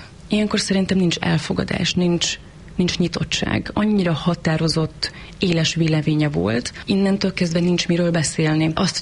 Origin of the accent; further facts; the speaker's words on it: Borsod-Abaúj-Zemplén, Hungary; Én borsodi lány vagyok egyébként.